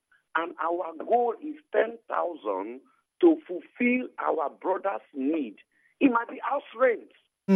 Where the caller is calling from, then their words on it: Port Harcourt, Rivers, Nigeria; I'm calling you from Port Harcourt.